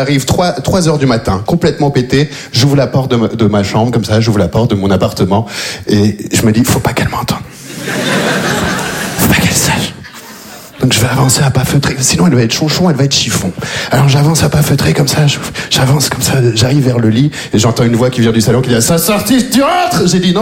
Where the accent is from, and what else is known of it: Belgium; born or raised there